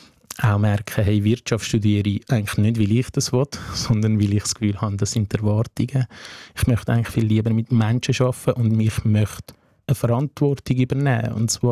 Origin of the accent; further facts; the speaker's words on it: Afghanistan; now in Switzerland; ich bin aus Afghanistan in die Schweiz geflüchtet.